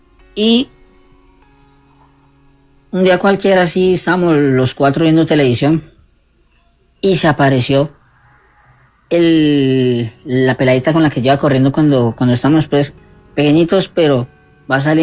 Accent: Cali, Valle del Cauca, Colombia; Vivíamos en una casa de 3 pisos aquí en Cali, en el barrio Guaval.

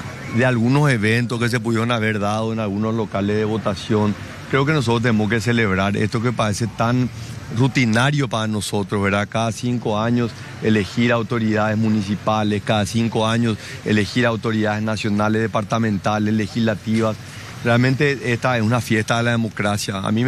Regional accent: Paraguay; orgullo como paraguayo

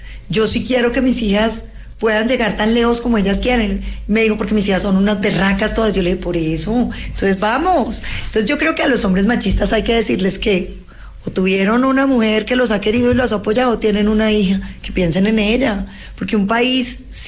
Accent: Popayán, Cauca, Colombia; moved away; Yo crecí en Popayán, Darcy, yo crecí en Popayán, mis amigas son de Popayán, pasé mi adolescencia en Popayán.

